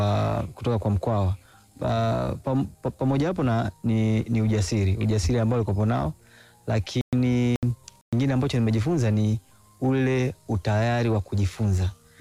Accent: Songea, Ruvuma, Tanzania; now in Dodoma, Tanzania; mwenyeji wa Songea, lakini sasa hivi makazi yangu yako Dodoma.

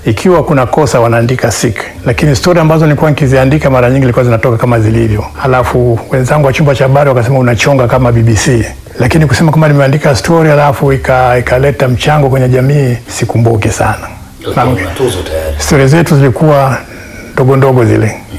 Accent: Arusha, Tanzania; moved away; also born or lived in Tanga; Kwa hiyo nimekulia Arusha ambako yeye ndo alikuwa mfanyakazi. Na kama angekuwa ni kuzaliwa, ningezaliwa Arusha. Sasa kwenye nani, Mount Meru Hospital. Lakini kufuatana na taratibu za zamani, mama alikwenda kijijini akajifungua, tukarudi Arusha. Kwa hiyo nimekulia Arusha.

